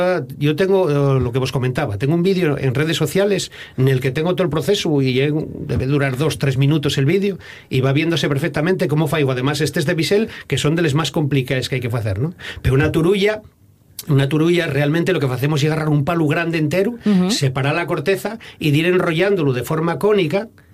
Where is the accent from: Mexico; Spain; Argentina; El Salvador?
Spain; Gijón, Asturias; sobre todo para los que somos del Natahoyo, de la Calzada, que siempre andamos con navalla en bolso.